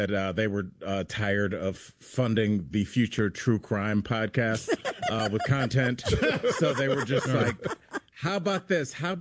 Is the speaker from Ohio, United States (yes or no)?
yes; Cleveland, Ohio, United States; I'm from Cleveland, Ohio. I can drive in some snow, bro.